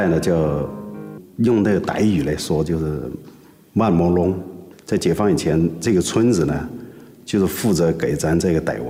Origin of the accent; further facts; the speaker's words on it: Yunnan, China; 我就出生在这样一个小山村里面，当时有60多户人家吧，很小，现在已经有200多。